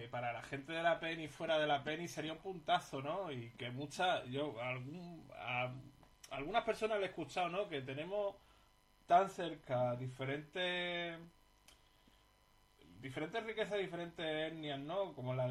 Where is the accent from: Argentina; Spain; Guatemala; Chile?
Spain; Melilla; desde Melilla, desde mi tierra, aquí en Dale Punk y Dale.